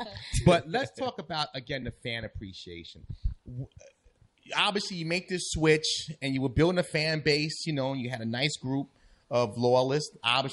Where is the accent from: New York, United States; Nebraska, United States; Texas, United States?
New York, United States; New York City; I'm again, I don't know Spanish, but I love the melody. It's bad. I grew up in the Bronx